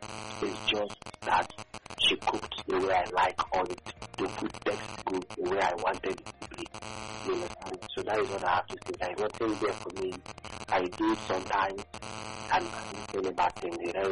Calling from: Dubai, United Arab Emirates; I'm calling from Dubai.

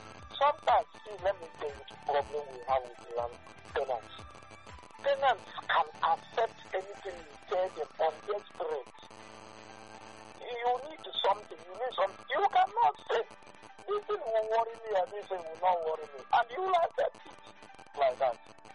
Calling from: Accra, Greater Accra, Ghana; because I'm calling from Accra.

